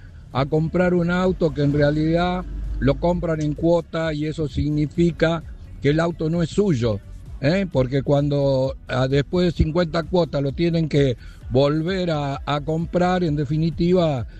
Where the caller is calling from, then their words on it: Rafaela, Santa Fe, Argentina; soy un oyente de Rafaela